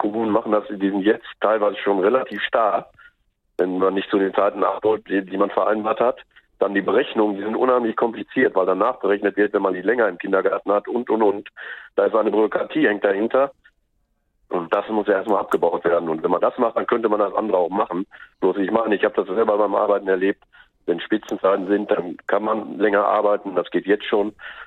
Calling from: North Rhine-Westphalia, Germany; Ich rufe aus Hölle, war in der Nähe von Paderborn

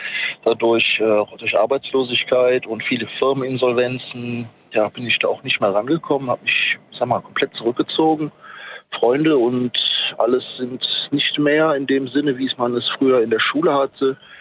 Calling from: Germany; Ich komme aus der Eifel.

